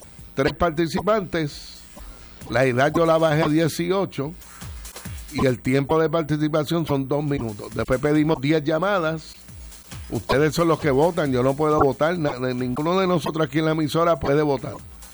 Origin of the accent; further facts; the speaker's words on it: Añasco, Puerto Rico; Yo diría San Sebastián, Moca, me imagino yo Aguada, mi pueblo de Añasco.